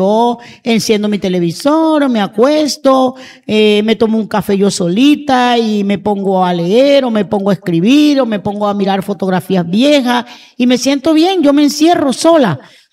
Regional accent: San Juan del Cesar, Cesar, Colombia; nuestra tierra, San Juan del Cesar, un municipio que enamora

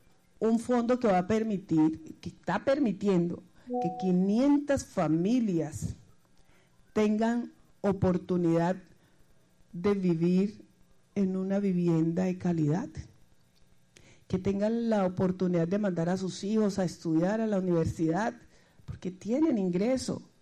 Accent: Buenaventura, Valle del Cauca, Colombia; born there; Nosotros nacimos en Buenaventura, nacimos en el Pacífico, amamos nuestra naturaleza

